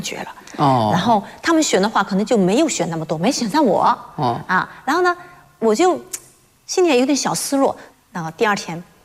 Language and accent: Chinese; Fujian, China; 因为我们福建人都是爱说福建人嘛